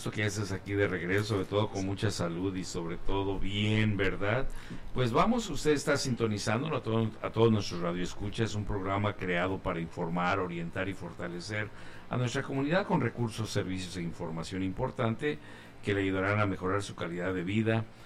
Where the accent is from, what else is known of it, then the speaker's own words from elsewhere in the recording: Mexico; para todos los que somos mexicanos